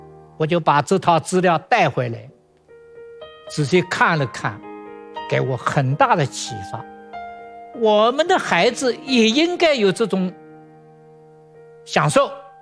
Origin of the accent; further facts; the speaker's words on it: Suzhou, Jiangsu, China; 我老家苏州